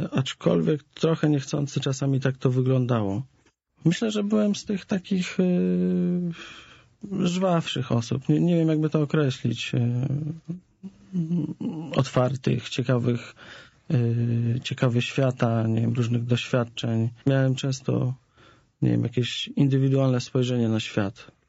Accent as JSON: {"language": "Polish", "region": "West Pomeranian Voivodeship", "country": "Poland", "tie": "born or raised there"}